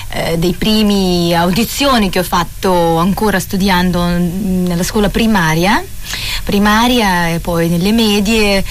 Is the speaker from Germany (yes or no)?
no; Urals, Russia; Italian is a second language; moved away as an adult; also born or lived in Moscow; now in Italy; nella mia città natale, negli Urali. Perché io forse dovrei dire che unisco nelle mie origini il sangue ucraino della mia mamma di Militopoli